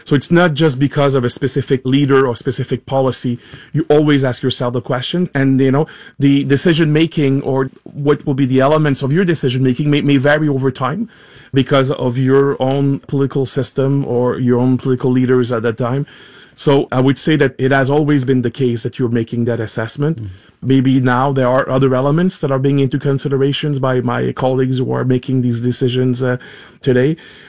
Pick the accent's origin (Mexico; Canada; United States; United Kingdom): Canada; as a Canadian, I take offense when, you know, I see my prime minister